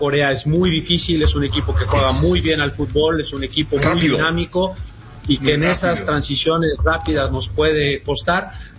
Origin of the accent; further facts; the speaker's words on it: Mexico; y pues también somos mexicanos y apoyamos a todos los que juegan en la selección de México